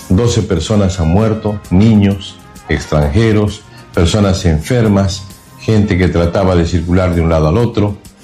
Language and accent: Spanish; Bolivia